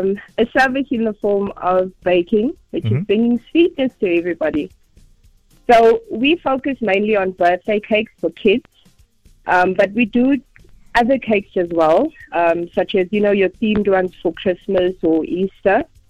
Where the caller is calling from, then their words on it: Pietermaritzburg, KwaZulu-Natal, South Africa; I'm from Pietermaritzburg.